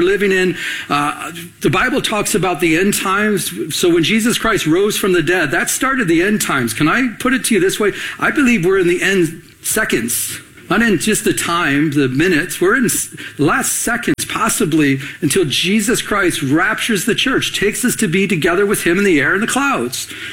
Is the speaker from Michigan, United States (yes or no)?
yes; Michigan, United States; growing up in Michigan, there's a lot of lakes